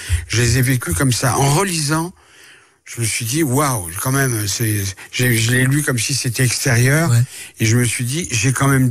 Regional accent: France; born there

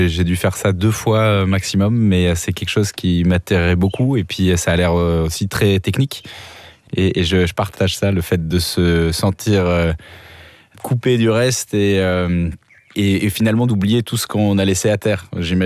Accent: Marchin, Wallonia, Belgium; Je viens de Marchin, tout près de Huy, entre Liège et Namur.

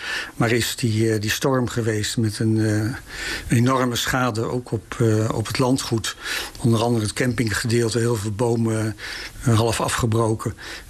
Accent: Belt-Schutsloot, Overijssel, Netherlands; Nee, ik kom niet uit Vollenhoven, ik kom uit Belschutsloot.

